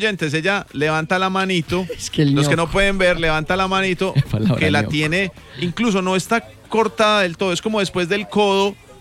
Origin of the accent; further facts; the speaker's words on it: Colombia; Pero en el fondo todos somos colombianos, somos gente que vivimos a una sombrilla de este país, de esta bandera.